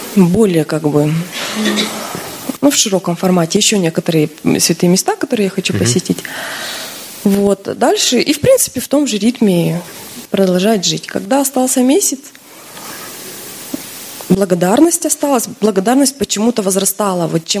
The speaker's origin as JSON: {"language": "Russian", "town": "Kokshetau", "region": "Akmola Region", "country": "Kazakhstan", "said": "я из Кокштау."}